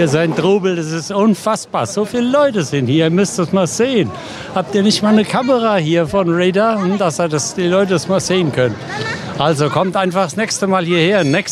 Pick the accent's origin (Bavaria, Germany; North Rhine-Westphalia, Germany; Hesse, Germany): Hesse, Germany; Darmstadt; aus Darmstadt, ein echter Darmstädter. Geboren in Darmstadt, geboren im eigenen Haus, wo ich heute noch wohne.